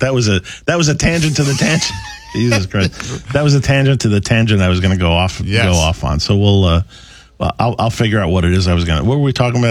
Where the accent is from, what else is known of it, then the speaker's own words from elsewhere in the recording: New York, United States; I grew up on South Shore, Long Island, so it was right along the marsh, right along the water.